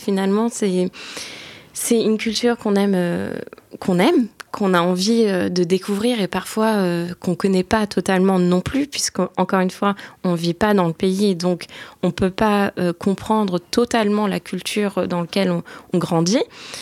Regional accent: Turkey; moved away; dans la culture où j'ai grandi, en fait, dans mon pays d'origine qui est la Turquie

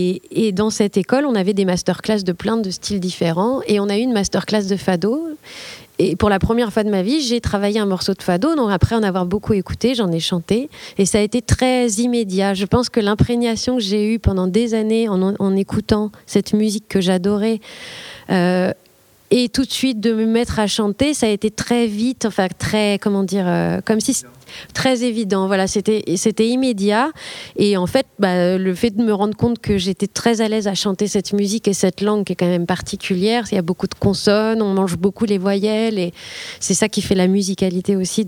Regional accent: Normandy, France; je viens de Normandie. Quand j'étais ado, j'étais allée à la bibliothèque de la ville où j'ai grandi

